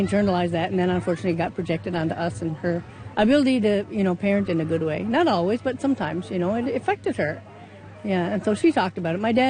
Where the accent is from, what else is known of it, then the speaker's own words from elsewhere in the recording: Goose Bay, Newfoundland and Labrador, Canada; I'm from Goose Bay, Labrador.